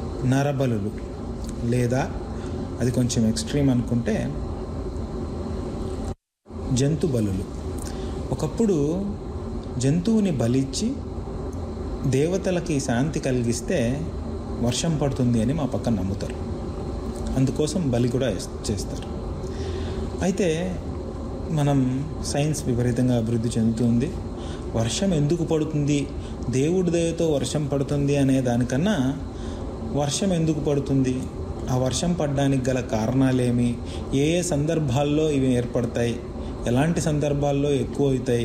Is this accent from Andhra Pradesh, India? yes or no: yes; Andhra Pradesh, India; especially దక్షిణ భారతదేశంలో తెలుగు మాట్లాడే రాష్ట్రాల్లో రాయలసీమలో నేను పుట్టి పెరిగాను